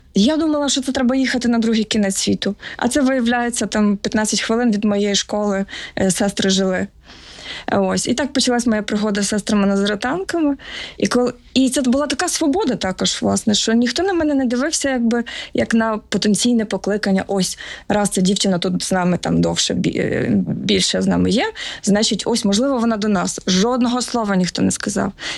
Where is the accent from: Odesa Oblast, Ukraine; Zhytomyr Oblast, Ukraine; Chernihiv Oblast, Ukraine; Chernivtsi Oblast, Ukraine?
Zhytomyr Oblast, Ukraine; Zhytomyr; born there; Я народилася в Житомирі в християнській родині.